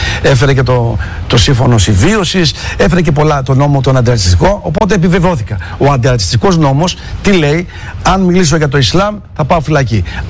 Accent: Greece

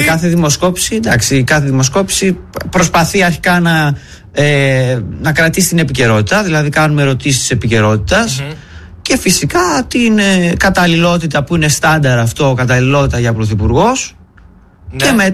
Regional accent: Thessaloniki, Central Macedonia, Greece; Θεσσαλονίκη.

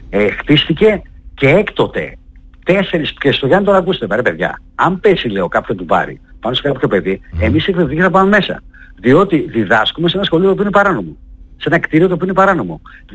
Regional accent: Thessaloniki, Central Macedonia, Greece; Εγώ την πόλη μου, τη Θεσσαλονίκη, κάθε φορά που την επισκέπομαι, τη βλέπω και πιο παρικμασμένη.

